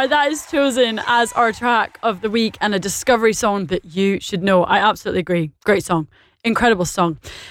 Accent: Glasgow, Scotland, United Kingdom; I'm actually from Glasgow, guys. Yeah, I'm from Glasgow.

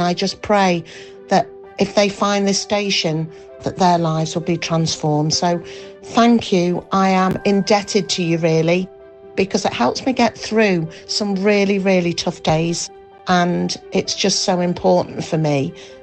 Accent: Leeds, Yorkshire and the Humber, United Kingdom; from Leeds.

